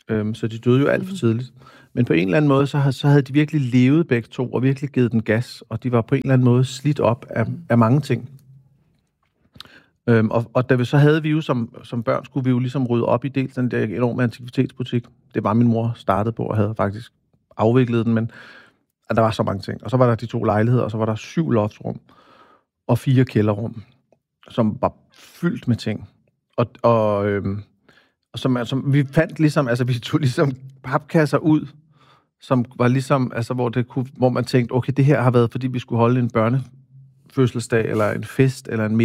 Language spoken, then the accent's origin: Danish; Copenhagen, Capital Region of Denmark, Denmark; Jeg voksede op på Amagerbrogade på den specielle måde, at vi havde en lejlighed i stuen med en aktivitetsbutik foran.